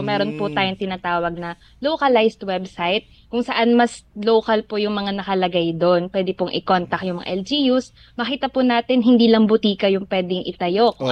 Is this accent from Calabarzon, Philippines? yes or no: yes; Calabarzon, Philippines; Ako po, taga Batangas po ako, sir.